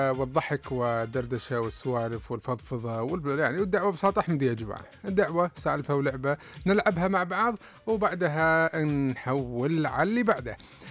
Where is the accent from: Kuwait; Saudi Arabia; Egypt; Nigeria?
Saudi Arabia